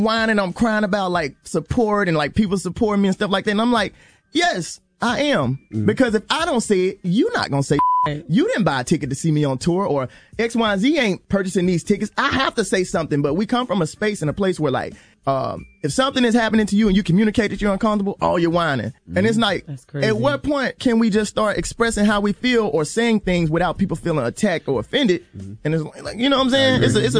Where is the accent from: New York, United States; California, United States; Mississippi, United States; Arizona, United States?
Mississippi, United States; Jackson; I'm from Jackson.